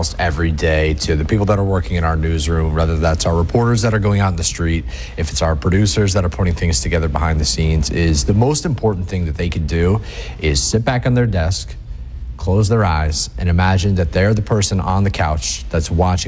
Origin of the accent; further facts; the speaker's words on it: Lake Placid, New York, United States; moved away; I grew up in the Adirondacks in Lake Placid.